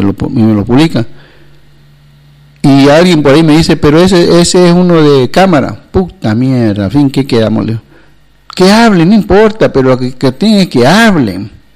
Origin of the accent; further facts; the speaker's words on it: Bolivia; Si somos todos bolivianos.